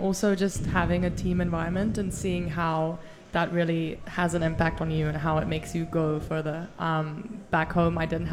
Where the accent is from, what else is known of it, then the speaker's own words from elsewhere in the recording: South Africa; moved away as an adult; now in New Orleans, United States; Yeah, so I'm from South Africa.